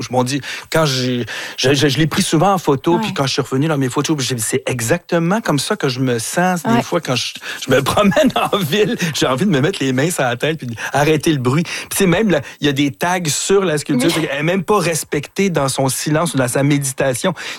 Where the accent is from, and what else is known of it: Montreal, Quebec, Canada; born or raised there